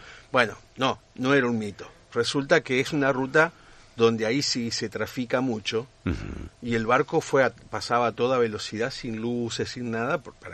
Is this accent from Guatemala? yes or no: no; Rosario, Santa Fe, Argentina